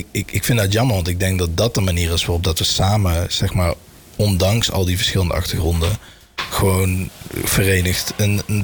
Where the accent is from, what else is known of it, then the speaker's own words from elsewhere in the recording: Turnhout, Flanders, Belgium; also born or lived in Tilburg, Netherlands; nationaliteitsgewijs ben ik Nederland. Maar ik woon al heel mijn leven in België. Ja. Mijn ouders woonden daar voordat ik geboren was. Maar ik ben in Tilburg geboren.